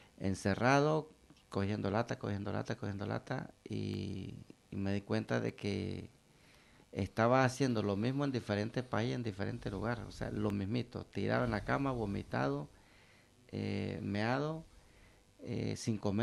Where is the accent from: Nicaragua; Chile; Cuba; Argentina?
Nicaragua; moved away as an adult; now in Spain; en mi país, Nicaragua.